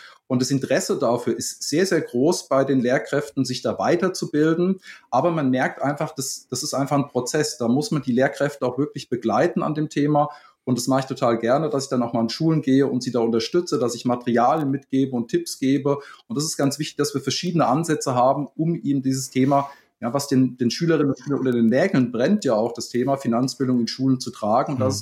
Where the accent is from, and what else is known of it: Bavaria, Germany; now in Hamburg, Germany